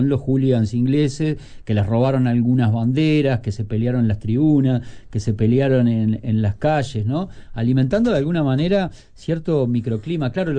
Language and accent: Spanish; Uruguay; es la pacatería uruguaya que nos gana.